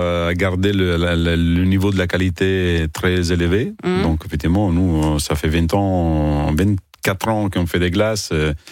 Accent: Italy; French is a second language; now in France; C'est un pays qui m'a donné cette opportunité, donc je suis très content d'être venu en France.

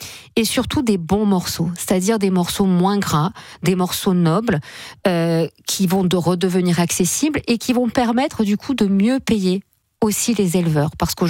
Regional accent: south of France, France; moved away; moi je viens du sud de la France

